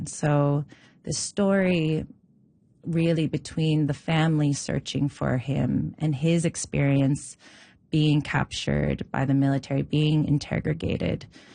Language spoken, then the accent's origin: English; Nova Scotia, Canada; Growing up in Nova Scotia, in Dartmo